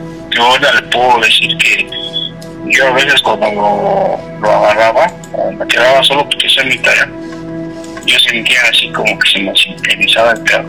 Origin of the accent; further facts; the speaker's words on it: Mexico City, Mexico; Mi abuelito nos llevaba a las luchas aquí a la colisión, pero nosotros somos aquí de Tepito.